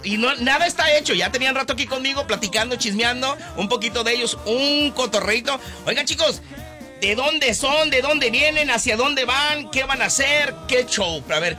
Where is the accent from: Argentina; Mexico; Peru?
Mexico; Nayarit; now in Tijuana, Mexico; Yo tengo 16 años viviendo en Tijuana, yo soy de Nayarit.